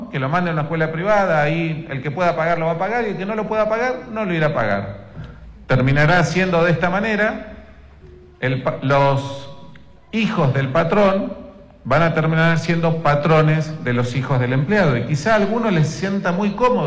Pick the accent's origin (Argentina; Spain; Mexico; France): Argentina; Neuquén; Los neuquinos estamos muy orgullosos de nuestra capital.